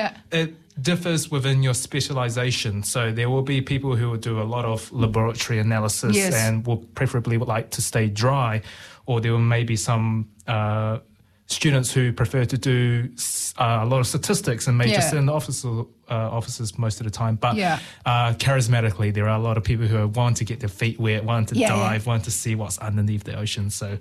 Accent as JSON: {"language": "English", "region": "Wellington", "country": "New Zealand", "tie": "born or raised there", "said": "Mine sounds a little bit muddled, but I am originally from Aotearoa, New Zealand. I was born in Wellington and I've grew up here all my life. So I love to consider myself a local Wellingtonian."}